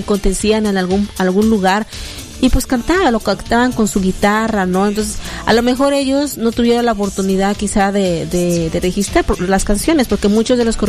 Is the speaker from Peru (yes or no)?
no; Mexico; algo que nos representa como buenos mexicanos